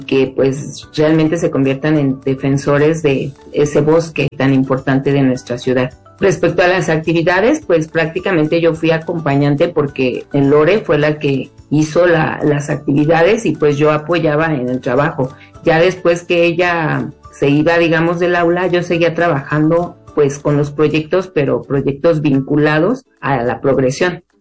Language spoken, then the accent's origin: Spanish; Mexico City, Mexico; Yo soy oriunda, digamos, de Contreras.